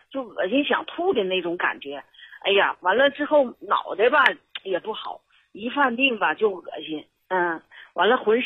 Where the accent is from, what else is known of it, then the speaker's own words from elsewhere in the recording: Northeast China, China; 哎，我这东北人呐，咱们东北人说话吧，他就是直